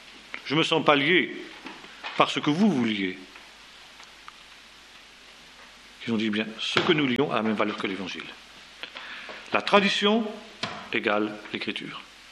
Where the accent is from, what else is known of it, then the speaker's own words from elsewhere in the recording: France; nous en France, nous on boit du vin